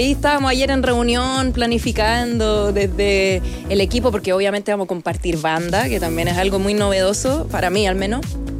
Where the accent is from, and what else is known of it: Chile; born there; first language English; Spanish is a second language; also born or lived in London